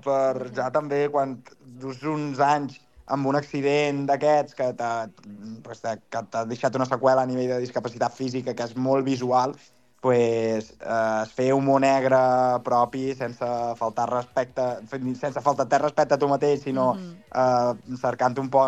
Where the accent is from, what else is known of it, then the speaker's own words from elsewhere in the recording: Maó, Balearic Islands, Spain; moved away as an adult; also born or lived in Barcelona; jo soc d'Amó, encara que tingui mitja cama del castell